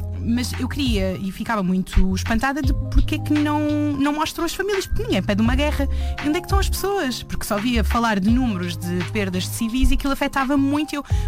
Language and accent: Portuguese; Lisbon, Portugal; Sim, porque eu sou nascida e criada em Lisboa.